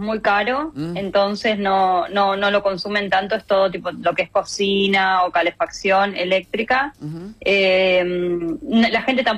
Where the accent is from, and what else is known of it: Argentina; now in Santiago, Chile